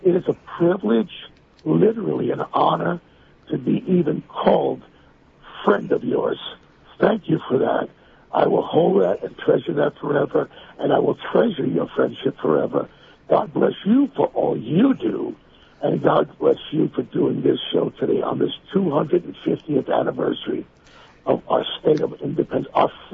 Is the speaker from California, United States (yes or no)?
no; New York City, New York, United States; kids born and raised in New York City